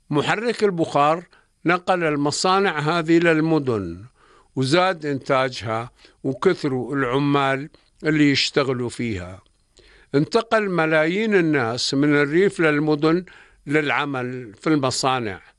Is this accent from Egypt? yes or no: no; Jordan; عندنا في الأردن